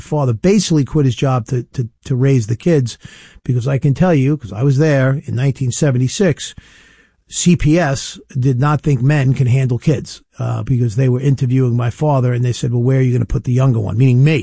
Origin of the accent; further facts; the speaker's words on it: New York, United States; And I'm a New Yorker, born in Piqua, went to Stony Brook University, went to Torah Law School in Huntington. I've owned a house on Long Island, you know, since my mid-20s, another house.